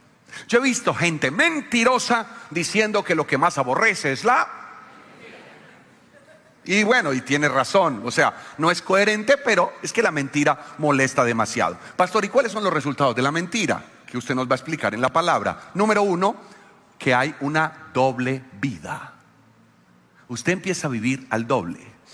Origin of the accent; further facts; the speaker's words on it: Colombia; nosotros estamos leyendo como latinos y colombianos.